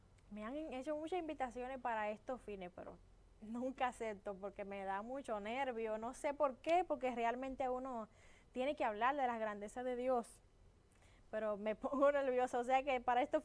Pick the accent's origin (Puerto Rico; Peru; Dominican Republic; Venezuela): Dominican Republic; Baní, Peravia; todo mi pueblo Vanilejo